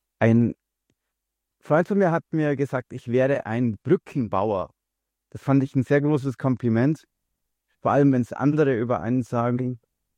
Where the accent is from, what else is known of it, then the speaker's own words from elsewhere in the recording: Bavaria, Germany; Dass unser ganzes Wasser aus dem Allgäu, wo ich herkomme, eben einfach in die Ukraine fließt.